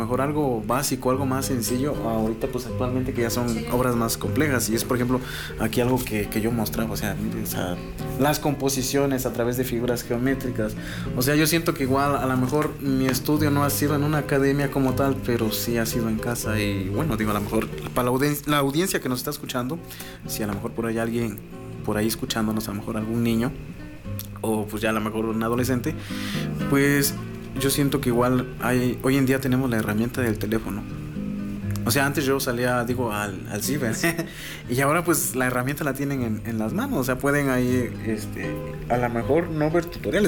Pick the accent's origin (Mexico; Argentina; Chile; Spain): Mexico; doy gracias de ser de Santana, pertenecer a Santana